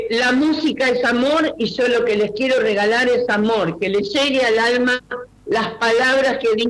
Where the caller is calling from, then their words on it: Santiago del Estero, Argentina; los santiagueños, a todos nuestros coprovincianos, que somos todos argentinos y hermanos.